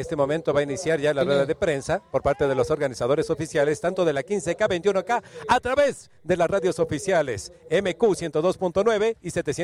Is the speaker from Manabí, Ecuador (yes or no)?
no; Quito, Pichincha, Ecuador; Lo podemos hacer como quiteños y ecuatorianos